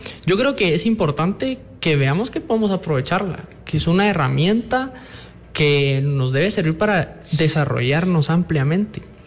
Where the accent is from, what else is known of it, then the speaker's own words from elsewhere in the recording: Guatemala; a que como guatemaltecos también podamos tener una inteligencia artificial adecuada